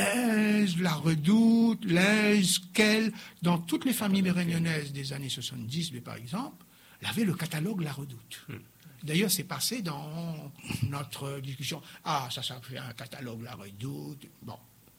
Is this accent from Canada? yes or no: no; Réunion